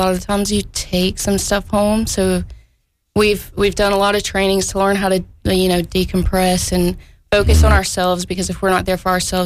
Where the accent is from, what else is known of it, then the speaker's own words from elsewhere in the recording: Sumter, South Carolina, United States; I'm from Sumter, South Carolina, born and raised. Mm-hmm. Been here my whole life.